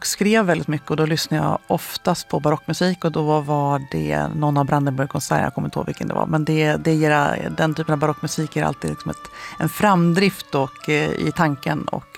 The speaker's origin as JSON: {"language": "Swedish", "town": "Frösön", "region": "Jämtland County", "country": "Sweden", "said": "Jag är ju från Frösön, inte bara därför"}